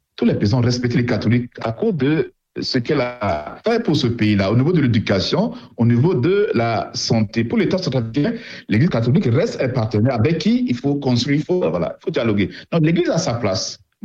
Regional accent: Central African Republic; en tant que centrafricain, nous souhaitons que dans cette république-là

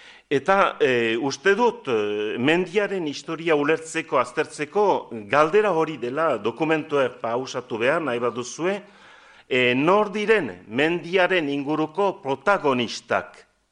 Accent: Estérençuby, Nouvelle-Aquitaine, France; ni Estrentzubikoa naiz

